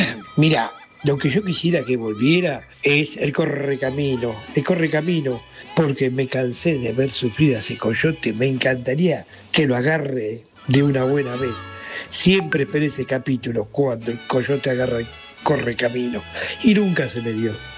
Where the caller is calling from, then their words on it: Mar del Plata, Buenos Aires Province, Argentina; Hola Radio Mitre … de Mar del Plata